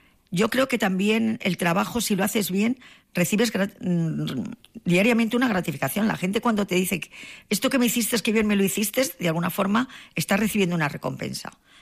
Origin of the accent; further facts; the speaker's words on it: Tinajas, Castilla-La Mancha, Spain; now in Cuenca, Spain; a mi pueblo lo adoro. O sea, Cuenca es la ciudad de adopción, como he dicho, pero mi pueblo son mis raíces y yo he sido una niña muy feliz, muy feliz.